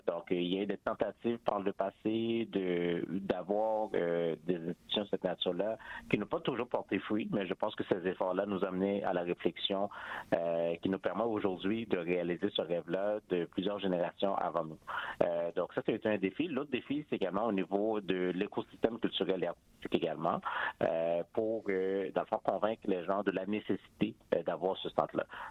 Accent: Montreal, Quebec, Canada; ici chez nous à Montréal

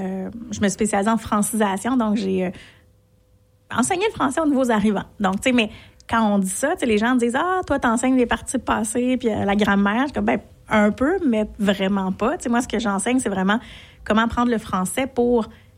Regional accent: Repentigny, Quebec, Canada; also born or lived in Montreal; Sur la rive nord de Montréal.

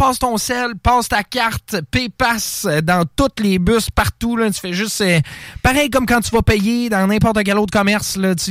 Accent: Charlesbourg, Quebec, Canada; Moi, j'habitais à Charlebourg. J'ai grandi à Charlebourg.

